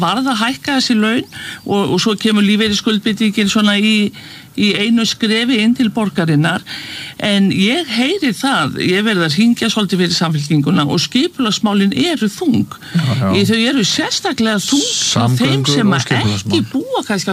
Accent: Reykjavík, Capital Region, Iceland; ég hef aldrei skilið það sem Breiðhyltingur

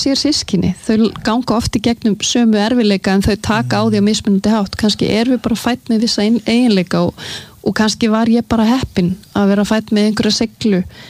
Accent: Sweden; Icelandic is a second language; ég alinn upp í Svíþjóð, alinn upp við að læra tvö tungumál á sama tíma

